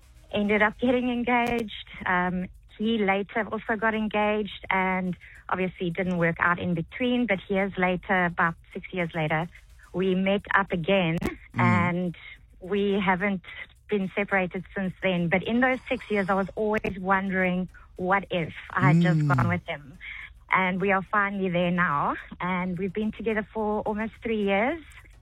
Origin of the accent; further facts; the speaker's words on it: Eastern Cape, South Africa; now in Bellville, South Africa; growing up in our small town, we're from Richmond's River Mouth in the Eastern Cape.